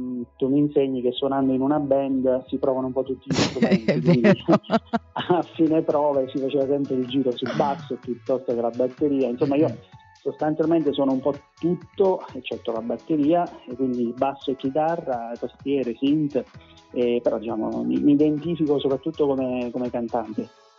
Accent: Pomigliano d'Arco, Campania, Italy; now in Marche, Italy; Io sono originario di Pomigliano, ma adesso vivo nelle Marche.

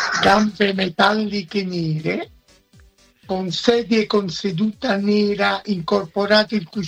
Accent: Portici, Campania, Italy; born there; un tavolo tondo che avevo quando ero piccolo, che abitavamo a Portici.

